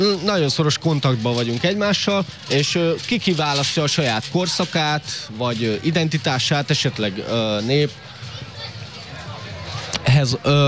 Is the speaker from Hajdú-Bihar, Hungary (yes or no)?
no; Túrkeve, Jász-Nagykun-Szolnok, Hungary; born there; Kun hagyományőrző vagyok, itt születtem Túrkevén.